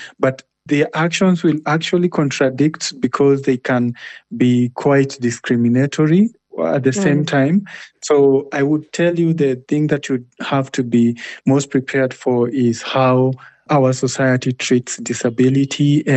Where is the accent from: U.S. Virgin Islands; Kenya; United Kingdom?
Kenya; Nakuru, Nakuru County; different here in Kenya, especially in my hometown of Nakuru.